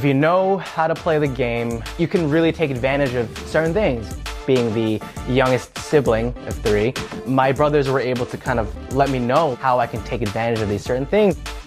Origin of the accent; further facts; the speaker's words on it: Long Island, New York, United States; I grew up in Long Island, New York. I lived with my mom and my two older brothers, Thomas and Norman. I went to school there. I lived there all my life as a kid growing up.